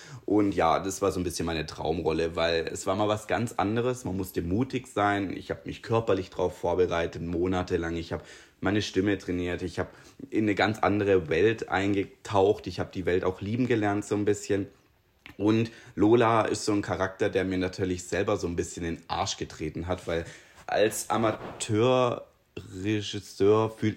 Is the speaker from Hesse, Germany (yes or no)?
no; Triberg, Baden-Württemberg, Germany; in Triberg, in meiner Heimatstadt, die ja tatsächlich überregional bekannt waren